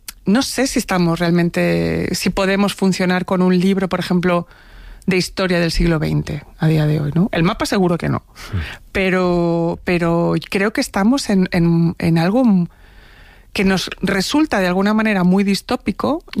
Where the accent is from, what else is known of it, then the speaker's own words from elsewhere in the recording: Barcelona, Catalonia, Spain; moved away as an adult; also born or lived in Buenos Aires; now in Madrid, Spain; Yo no soy una migrante de segunda generación, porque yo, por más que nací en Buenos Aires, he crecido en Barcelona prácticamente toda mi vida hasta que me vine aquí a Madrid.